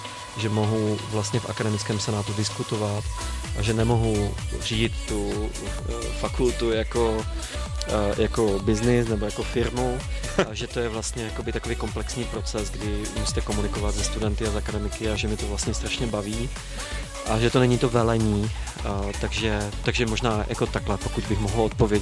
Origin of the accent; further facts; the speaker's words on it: Ostrava, Moravian-Silesian Region, Czechia; jsem studoval vlastně na Ostravské univerzitě, jsem z Ostravy